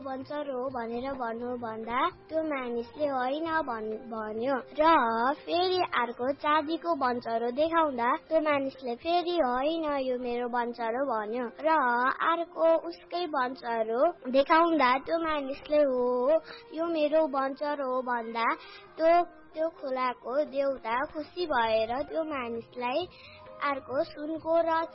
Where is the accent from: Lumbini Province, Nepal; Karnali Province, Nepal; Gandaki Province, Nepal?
Gandaki Province, Nepal; Belchautara; मेरो घर बेलचौतारा सिलाङगारी हो।